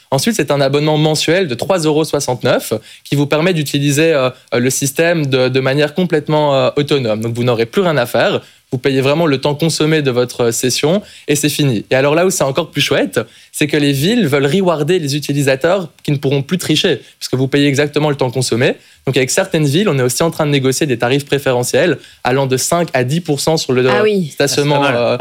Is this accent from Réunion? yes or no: no; Belgium; moved away as an adult; now in France; Je suis belge, mais j'habite en France depuis maintenant une dizaine d'années. J'ai fait mes études en France.